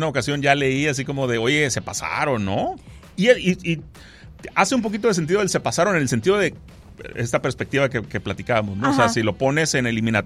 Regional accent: Mexico; yo como mexicano

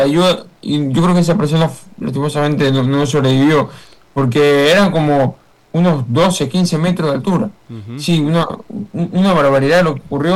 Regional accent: Ecuador; para nosotros como ecuatorianos que queremos que Ecuador haga un gran torneo

